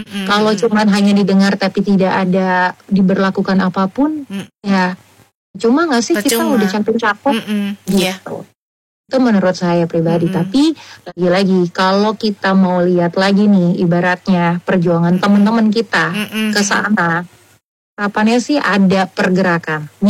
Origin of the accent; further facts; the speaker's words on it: Jakarta, Indonesia; kita sebagai warga Jakarta